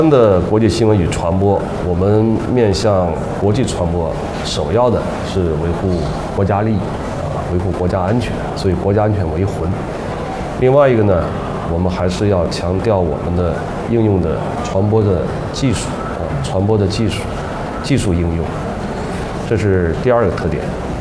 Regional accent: China

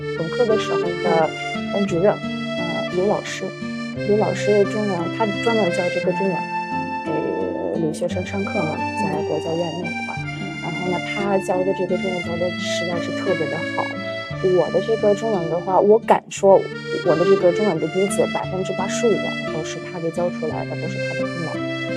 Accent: Russia; Chinese is a second language; now in China; 对，然后我们十个人当中就我一个外国人，就一个俄罗斯人

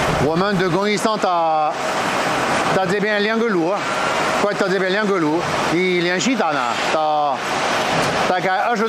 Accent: France; Chinese is a second language; moved away as an adult; now in Changzhou, China; 今年我51岁，所以28年比法国的时间长嘛。法国是我的家乡，现在常州是我的家。

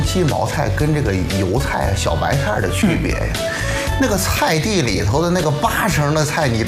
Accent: Xuzhou, Jiangsu, China; 大家好，

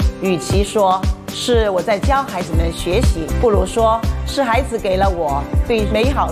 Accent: Dongxing, Guangxi, China; 我是土生土长的东兴人，1994年师范毕业

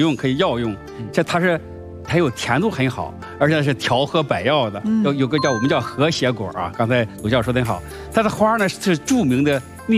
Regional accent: China; 我们中国人

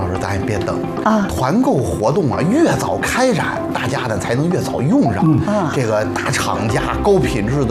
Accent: Xuzhou, Jiangsu, China; 大家好，我是来自徐州的

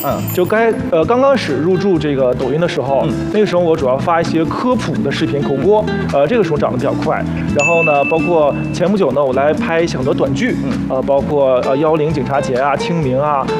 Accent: Northeast China, China; 我是东北人，嗯，啊，比较喜庆

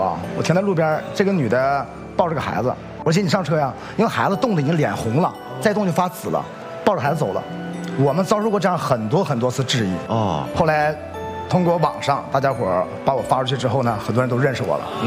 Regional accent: Northeast China, China; now in Harbin, China; 东北人好气啊

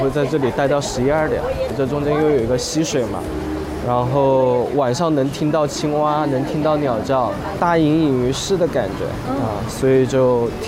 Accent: Chongqing, China; 因为我从小就是在夏号这附近长大的，周末过来跟外公外婆住一起

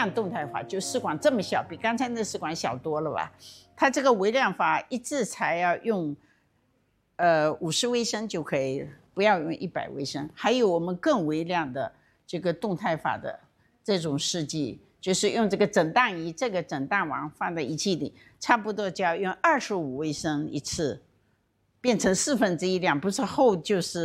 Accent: China; 我们中国人

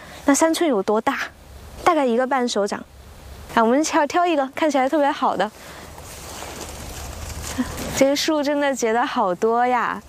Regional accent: China; 我们中国人讲落叶归根啊

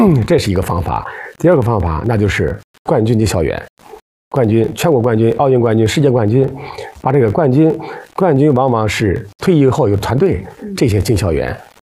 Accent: Fuping, Hebei, China; 因为农村长大，我老家是太行山深处的抚平县，那会儿农村的孩子那都是跑着玩、爬山，这都很正常。

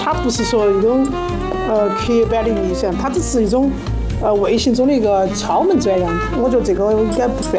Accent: Sichuan, China; 我们四川这边的一个地域，就是我们这边潮湿嘛

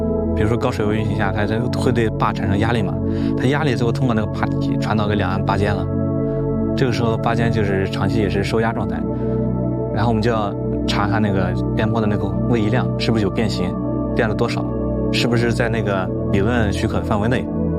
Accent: Shiyan, Hubei, China; 我是湖北十堰的，南水北调中县源头丹江口，就在我们老家那块儿啊。

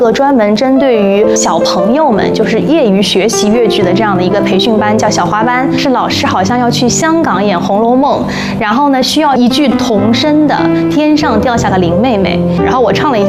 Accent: Hangzhou, Zhejiang, China; born there; now in Shanghai, China; 我出生于浙江的杭州

